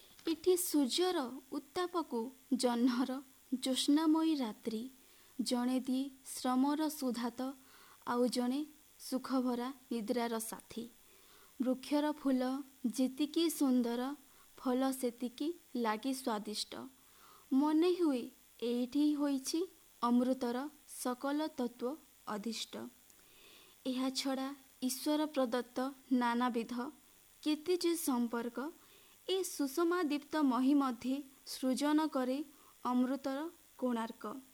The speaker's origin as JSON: {"language": "Odia", "town": "Depur", "region": "Odisha", "country": "India", "tie": "born or raised there", "said": "ମୋ ଗାଁର ନାମ ହେଉଛି ଦେପୁର।"}